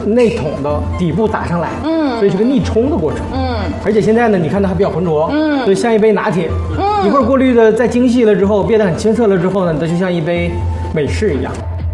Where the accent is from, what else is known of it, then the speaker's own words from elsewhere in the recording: Harbin, Heilongjiang, China; 我们哈尔滨叫啤酒之城